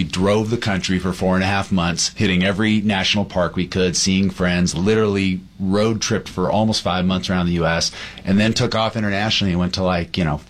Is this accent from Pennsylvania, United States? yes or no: no; Diamond Bar, California, United States; now in Venice Beach, United States; I grew up in the San Gabriel Valley in Walnut Diamond Bar. Wow, okay. I'm Diamond Bar class of 92.